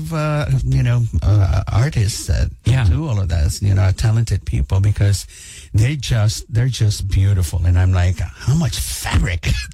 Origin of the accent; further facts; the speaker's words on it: Cuba; also born or lived in New York / Nashville; now in United States; Yeah, I came from Cuba and I went to New York and I studied in New York.